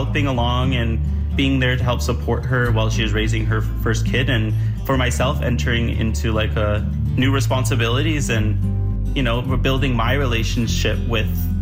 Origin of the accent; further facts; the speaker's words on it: Six Nations of the Grand River, Ontario, Canada; and I'm from Six Nations of the Grand River Reserve. I'm Onondaga on my mom's side and Anishinaabe on my dad's side.